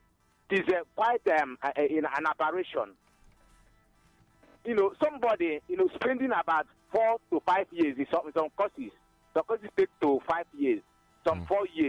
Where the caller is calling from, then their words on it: Komoro, Ebonyi, Nigeria; I am reaching you from Komoro, located in Inyaba, the main center of Ebonyi State.